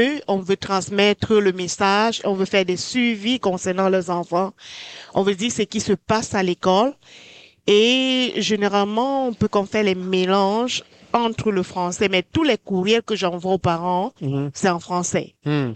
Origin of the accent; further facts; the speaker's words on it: Cameroon; now in Thompson, Canada; Je suis camerounaise d'origine.